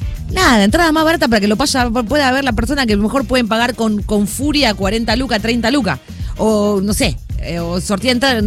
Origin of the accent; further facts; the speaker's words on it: Buenos Aires, Argentina; porque soy porteño